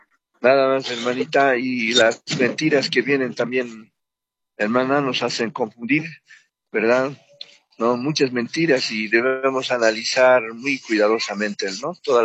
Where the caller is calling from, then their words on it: Cochabamba, Bolivia; Aquí llamando de Cochabamba